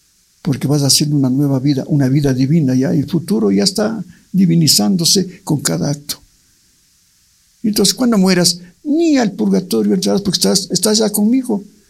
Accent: Ibarra, Imbabura, Ecuador; born there; also born or lived in Quito; El lugar, fue en Quito, nací en Ibarra, pero fue aquí lo que conocí.

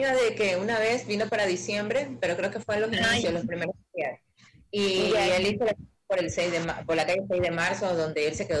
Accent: Ecuador; yo soy ecuatoriana

